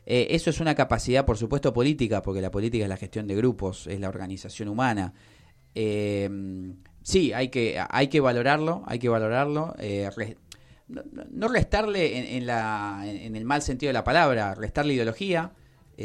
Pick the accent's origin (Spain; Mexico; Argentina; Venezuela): Argentina; somos argentinos